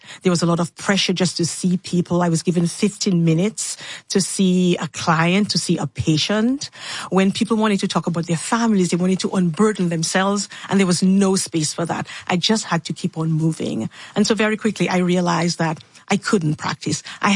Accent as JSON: {"language": "English", "country": "Dominica", "tie": "born or raised there", "said": "You know, I grew up in Dominica. That's a black country."}